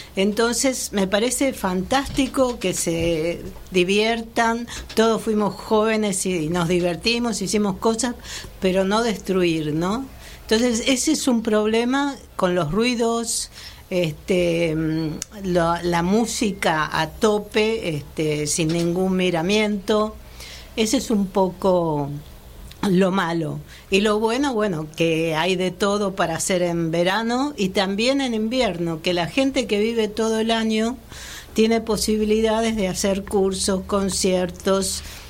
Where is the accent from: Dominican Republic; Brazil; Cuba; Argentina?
Argentina; Buenos Aires; now in Laredo, Spain; yo vine por 2 meses de Buenos Aires a hacer unos trámites familiares, y el día que llegué dije, me voy a quedar un tiempo, porque me encantó Laredo.